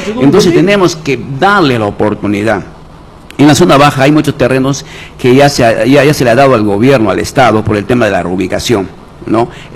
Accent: Iquitos, Loreto, Peru; Yo quiero trabajar por Belén porque quiero darle la oportunidad a mi pueblo

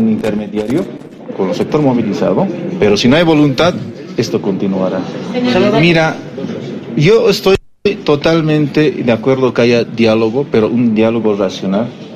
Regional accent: Bolivia; todos somos bolivianos

